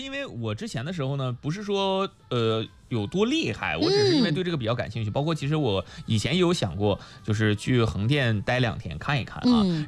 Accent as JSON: {"language": "Chinese", "region": "Guangxi", "country": "China"}